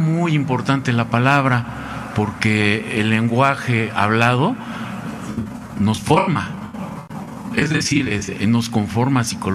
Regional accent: Texcoco, State of Mexico, Mexico; Y llegué después a Radio Chapingo porque soy de Texcoco.

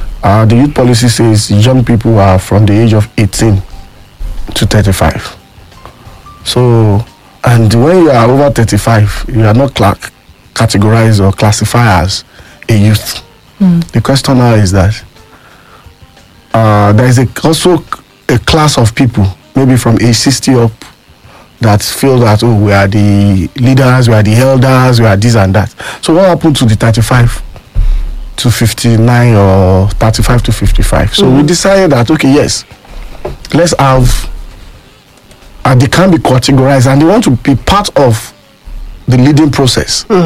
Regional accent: Ibadan, Oyo, Nigeria; So I am from Oyo State. I'm from Ibadan.

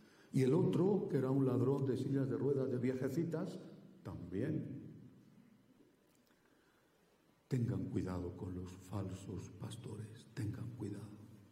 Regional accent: Castile, Spain; en los pueblos, sobre todo de mi tierra, de Castilla

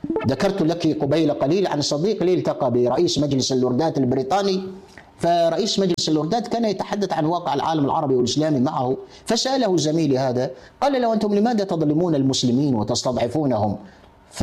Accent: Algeria; عندنا في الجزائر حسيبة بن بوعلي وفاطمة سومر

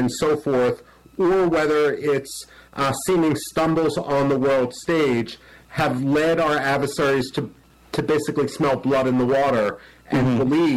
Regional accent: Philadelphia, Pennsylvania, United States; As a Philadelphian, I'm not so sure it's a positive, but we'll see.

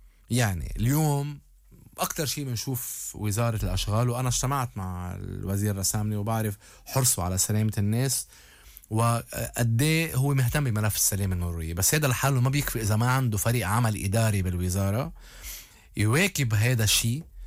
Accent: Lebanon

